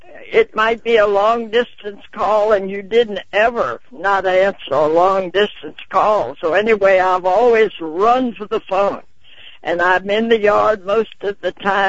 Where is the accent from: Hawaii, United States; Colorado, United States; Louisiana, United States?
Louisiana, United States; Baton Rouge; my hometown of Baton Rouge, where my husband and I met and where we both graduated